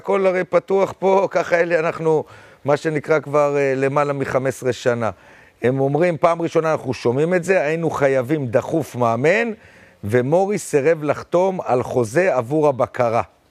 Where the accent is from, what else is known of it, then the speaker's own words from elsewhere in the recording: Hadera, Haifa District, Israel; ואני גדלתי בחדרה